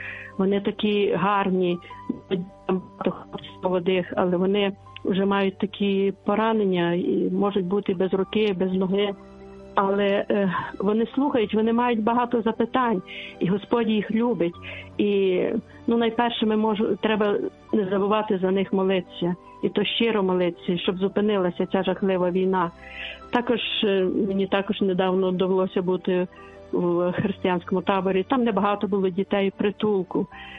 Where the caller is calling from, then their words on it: Lviv, Lviv Oblast, Ukraine; я зі Львова